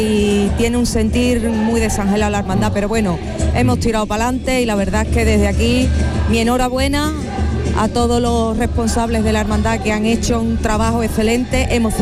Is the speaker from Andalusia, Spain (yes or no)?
yes; Rociana del Condado, Andalusia, Spain; la gente de la hermandad de mi pueblo, de Rociana del Condado